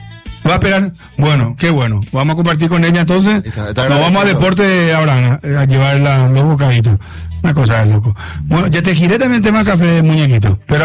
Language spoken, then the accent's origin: Spanish; Paraguay; somos los paraguayos